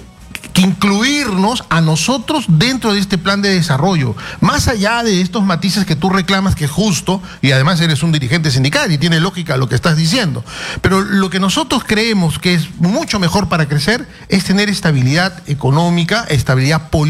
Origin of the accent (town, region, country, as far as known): Peru